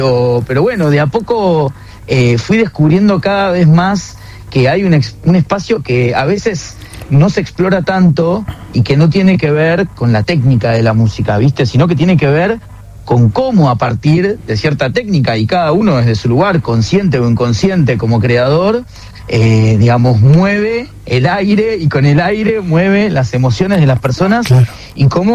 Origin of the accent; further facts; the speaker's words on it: Buenos Aires, Argentina; la influencia de que también, como porteños, hay que decir que tomamos de los folclores, ¿no?